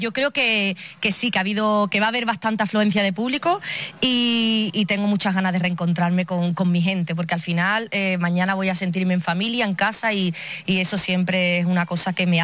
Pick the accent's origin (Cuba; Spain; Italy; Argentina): Spain; Ceuta; a mí me duele cada cosita que le hacen a mi tierra porque la amo